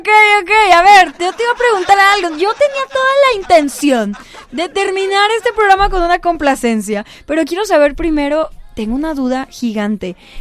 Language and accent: Spanish; Mexico; Somos mexicanos